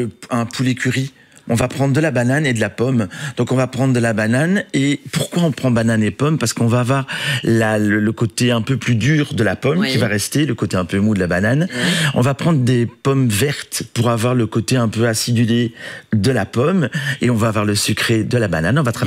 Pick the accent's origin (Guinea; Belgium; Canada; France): Belgium; Wallonia; ce côté sucré-salé qui fait partie de notre culture qu'on adore chez nous en Wallonie.